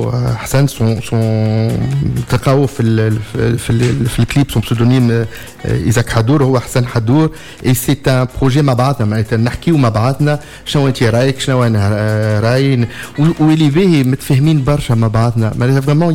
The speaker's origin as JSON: {"language": "Arabic", "town": "Bizerte", "region": "Bizerte Governorate", "country": "Tunisia", "said": "من احلى اصوات اللي عندنا في بنزرت"}